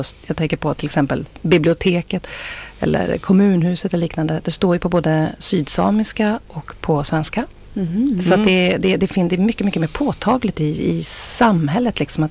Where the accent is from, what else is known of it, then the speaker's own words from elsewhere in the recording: Östersund, Jämtland County, Sweden; now in southern Sweden; Jag är från Östersund från början.